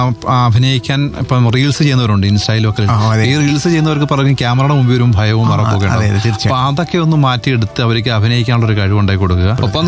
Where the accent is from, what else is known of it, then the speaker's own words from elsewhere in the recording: Kollam, Kerala, India; Kollam Kadavoor Kurippuzha.